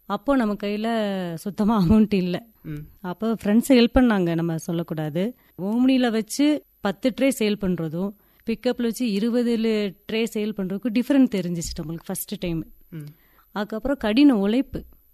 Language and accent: Tamil; Uthamapalayam, Tamil Nadu, India; moved away as an adult; now in Ooty, India; என்னோட சொந்த ஊர் வந்து உத்தமபாளையம், தேனி மாவட்டம். அப்பா அம்மாங்கெல்லாம் விவசாயம்தான். நான் 10th வரைக்கும் தான் படிச்சிருக்கேன். எனக்கு அரேஞ்சு மேரேஜ் ஆச்சு. கல்யாணம் பண்ணி கொடுத்தது வந்து ஊட்டியில்.